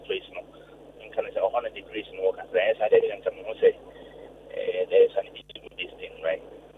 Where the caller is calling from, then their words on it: Manchester, North West England, United Kingdom; calling from Manchester